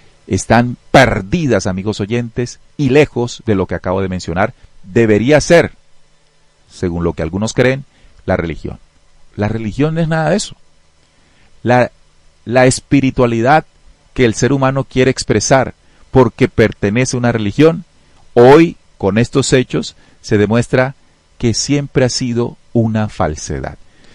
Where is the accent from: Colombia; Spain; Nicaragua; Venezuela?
Colombia; como pueblo colombiano, latinoamericano